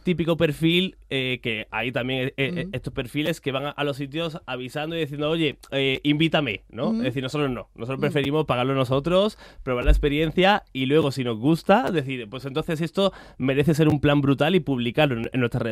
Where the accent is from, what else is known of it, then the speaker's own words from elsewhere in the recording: Madrid, Community of Madrid, Spain; No, yo sí soy de Madrid, Alejandro es de Córdoba